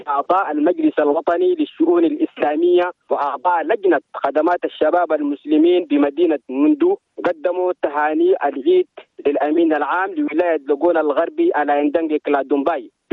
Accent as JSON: {"language": "Arabic", "country": "Chad", "said": "في بلدنا تشاد."}